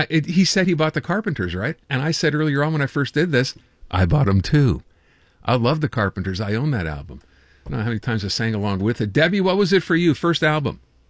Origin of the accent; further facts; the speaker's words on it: Vancouver, British Columbia, Canada; I'm from Vancouver. I bought it downtown at A&B Sound.